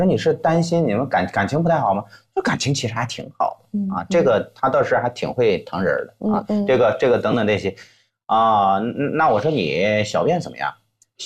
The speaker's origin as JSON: {"language": "Chinese", "country": "China", "said": "那对于我们中国人而言的话呢，我们喜欢相对。"}